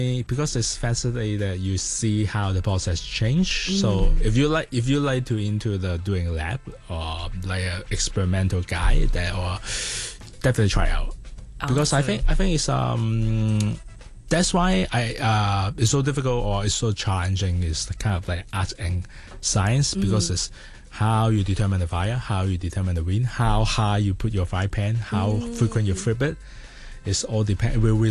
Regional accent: Hong Kong; once it's in Hong Kong, mm-hmm. my hometown.

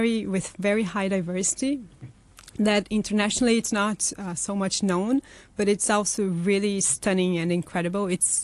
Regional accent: Brazil; now in Hong Kong; Yeah, so I grew up in Brazil and I lived there most of my life. I just moved to Hong Kong 4 years ago.

